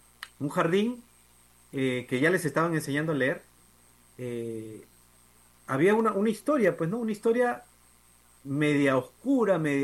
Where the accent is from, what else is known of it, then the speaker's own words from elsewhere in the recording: Peru; le hacíamos el roche de su vida como pares peruanos